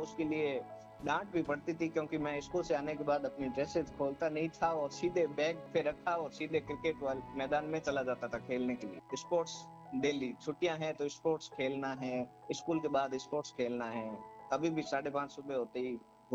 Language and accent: Hindi; Rajasthan, India; also born or lived in Sikar, Rajasthan; मेरा जन्म जो है बीकानेर के एक गांव के अंदर हुआ, यात्रा, और मेरी जो अर्ली एजुकेशन है 7th-6th क्लास तक वहीं हुई। उसके बाद मैं प्रिंस एजुकेशन हब सिक्कर में पढ़ा